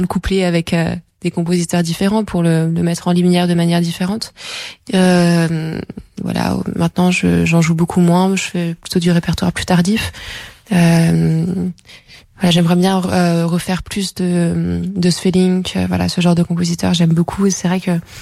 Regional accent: Paris, Île-de-France, France; Non, moi je suis née à Paris, j'ai grandi à Paris, mais ma famille maternelle est originaire de cette région, donc j'y ai passé beaucoup de temps.

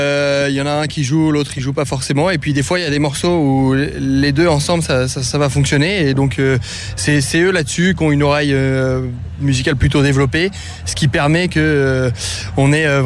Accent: Louviers, Normandy, France; moi je viens de Louviers du coup, pas très loin de Vernon.

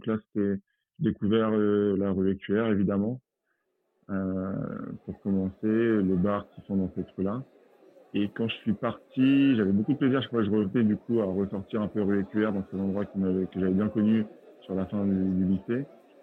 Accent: Caen, Normandy, France; Alors, donc moi, j'ai vécu toute ma vie à Caen. Je suis né à Caen. J'ai vécu toute ma vie. Mes parents habitent à Cormelles-le-Royal, donc au sud de Caen, en périphérie proche.

